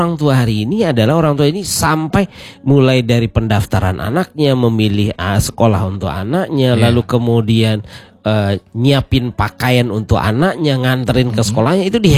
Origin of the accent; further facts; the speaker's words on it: West Sumatra, Indonesia; born there; Saya dulu sekolah ke satu tempat di daerah di Padang Panjang. Oh, dingin. Daerah Gunung Merapi.